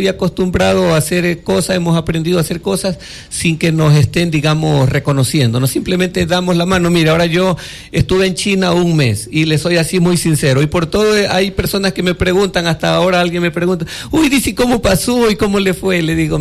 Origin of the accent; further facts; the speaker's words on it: Quevedo, Los Ríos, Ecuador; como yo soy de Quevedo